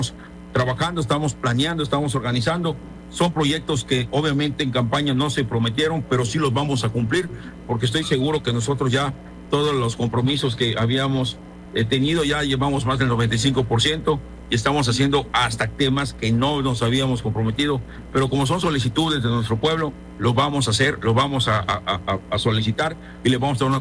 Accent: Mexico; todas y todos los que somos mexicanos

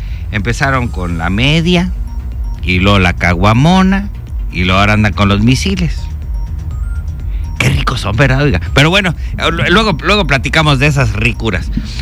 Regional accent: Mexico; cómo somos los mexicanos y mexicanas.

